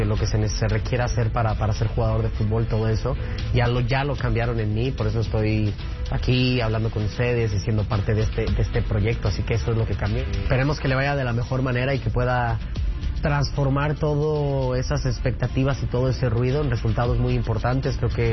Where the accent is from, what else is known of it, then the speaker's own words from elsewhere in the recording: Mexico; como mexicano yo creo que le vaya bien.